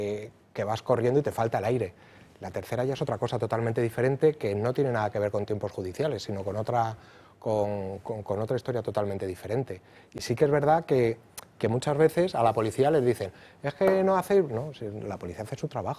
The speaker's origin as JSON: {"language": "Spanish", "country": "Spain", "said": "como criminólogo y sobre todo como español, como ciudadano"}